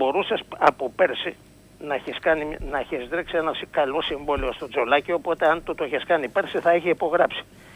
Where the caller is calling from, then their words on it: Piraeus, Attica, Greece; από Πειραιά.